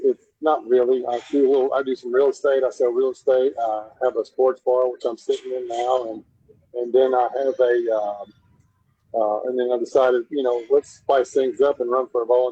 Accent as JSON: {"language": "English", "town": "Duncanville", "region": "Texas", "country": "United States", "tie": "born or raised there", "said": "I grew up in Duncanville, which is almost 40,000 people."}